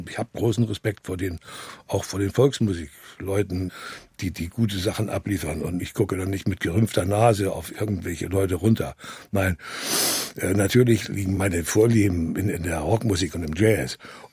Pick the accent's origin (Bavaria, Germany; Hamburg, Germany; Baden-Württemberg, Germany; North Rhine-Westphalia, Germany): Hamburg, Germany; also born or lived in Vienna, Austria; Also meine Schwester, ich bin dann in Wien zur Welt gekommen. Und dann waren die Deutschen aber irgendwann nicht mehr so gelitten. Und dann hieß es wieder zurück ab nach Hause, nach Hamburg.